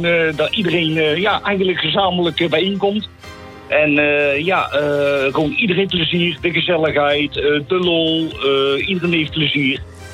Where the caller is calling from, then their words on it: Tilburg, North Brabant, Netherlands; Ik woon in Tilburg.